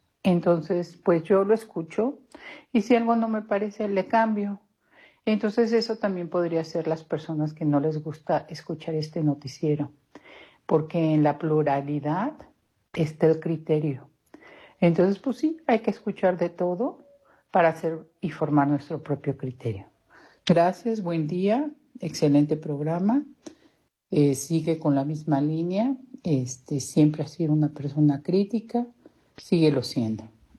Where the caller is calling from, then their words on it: Querétaro, Mexico; de Querétaro.